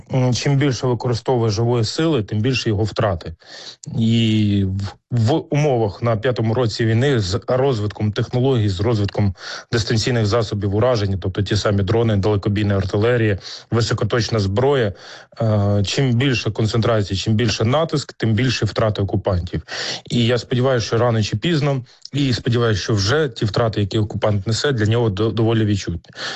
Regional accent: Kyiv, Ukraine; в моєму рідному Києві

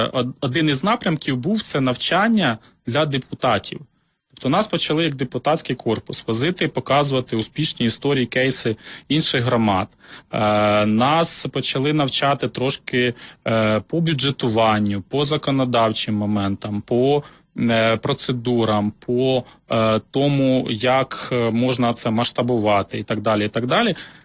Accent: Mykolaiv Oblast, Ukraine; born there; also born or lived in Hlukhiv, Sumy Oblast

